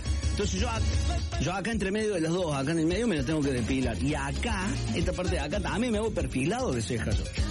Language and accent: Spanish; Córdoba, Argentina; Amigo, yo me crié en Barrio Matienzo, Lucho.